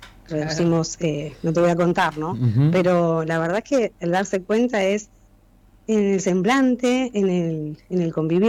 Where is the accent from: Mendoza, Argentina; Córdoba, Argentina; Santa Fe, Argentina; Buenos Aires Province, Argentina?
Buenos Aires Province, Argentina; Wilde; Soy de zona sur, Wilde.